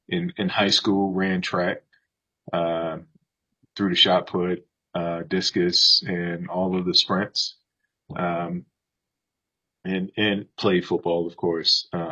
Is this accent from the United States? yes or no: yes; Hampton, Virginia, United States; I grew up in Hampton, Virginia, and spent the younger part of my life living in the Phoebus area of Hampton, where everything we played on the street.